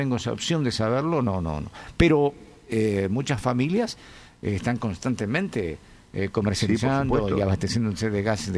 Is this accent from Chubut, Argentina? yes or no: yes; El Doradillo, Chubut, Argentina; Mirá vos, soy del Doradillo, acabo de pagar, ¿cuánto? 31.600 una garrafa